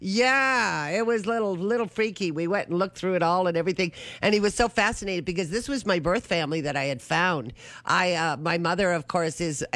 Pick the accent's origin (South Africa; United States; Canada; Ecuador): Canada; I am proudly Canadian, but I'm also proud of my heritage, French, English, and Acadian.